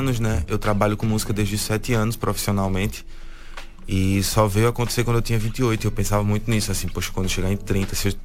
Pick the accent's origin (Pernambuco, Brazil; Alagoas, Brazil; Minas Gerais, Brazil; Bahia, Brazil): Alagoas, Brazil; Maceió; mas também levar a música e os recursos do mundo para Maceió também. Levar o meu conhecimento para a minha terra.